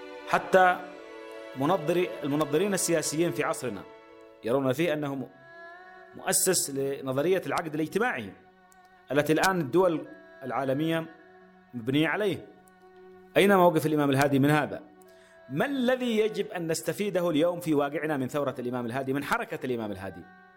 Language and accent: Arabic; Yemen; علينا كيمنيين